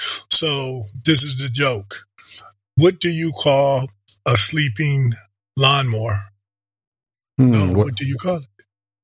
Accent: St. Paul, Minnesota, United States; born there; also born or lived in Michigan / Grand Forks, North Dakota; So I was born in St. Paul, Minnesota, lived there for a couple of years. Then we moved to Michigan, a small city in Michigan.

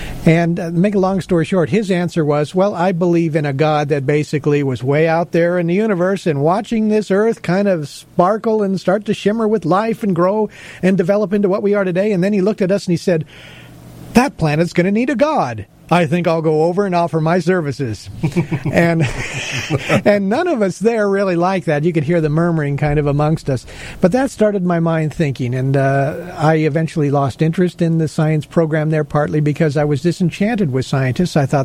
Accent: Los Angeles, California, United States; But anyway, I was raised in Los Angeles and a very secular area of this world, you may know.

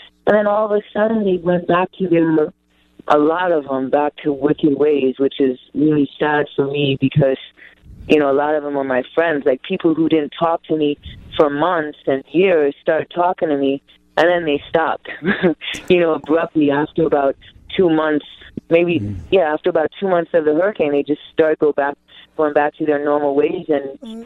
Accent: St. Thomas, U.S. Virgin Islands; well, I'm from St. Thomas, Virgin Islands, and we just went through two Category 5 hurricanes

